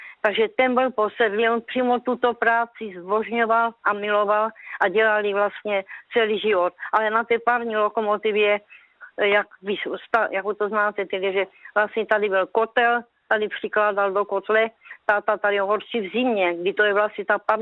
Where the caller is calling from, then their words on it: Ostrava, Moravian-Silesian Region, Czechia; Tady jsem já … z Ostravy Poruby.